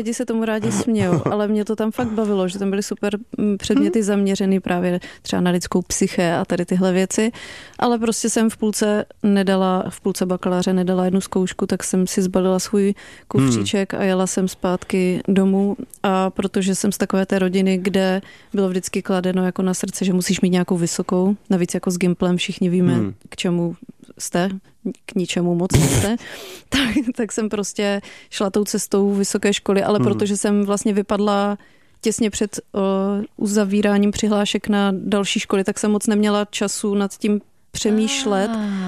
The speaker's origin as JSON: {"language": "Czech", "region": "Moravia", "country": "Czechia", "said": "Já jsem původně z Moravy, takže."}